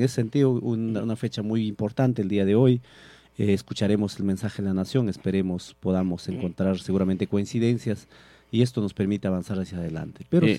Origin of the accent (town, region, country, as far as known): Peru